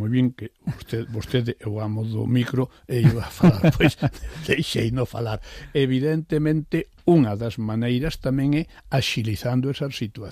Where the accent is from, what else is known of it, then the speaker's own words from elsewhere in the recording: Sober, Galicia, Spain; born there; eu son nacín en Vigo, pero nacín en Sober